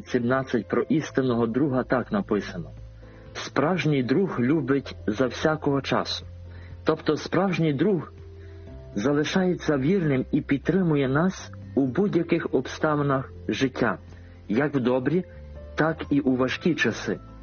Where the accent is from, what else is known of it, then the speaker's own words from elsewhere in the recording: Lviv, Lviv Oblast, Ukraine; я сам родом зі Львова